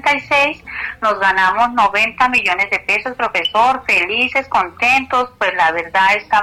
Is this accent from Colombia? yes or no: yes; Bogotá, Colombia; nosotros nos venimos de Bogotá, vivimos donde una hija acá